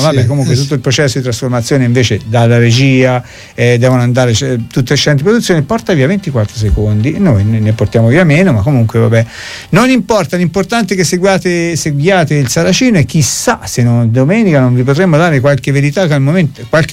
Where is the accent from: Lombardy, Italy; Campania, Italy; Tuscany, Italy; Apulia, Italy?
Tuscany, Italy; Rigutino; born there; Io sono nata a Rigutino.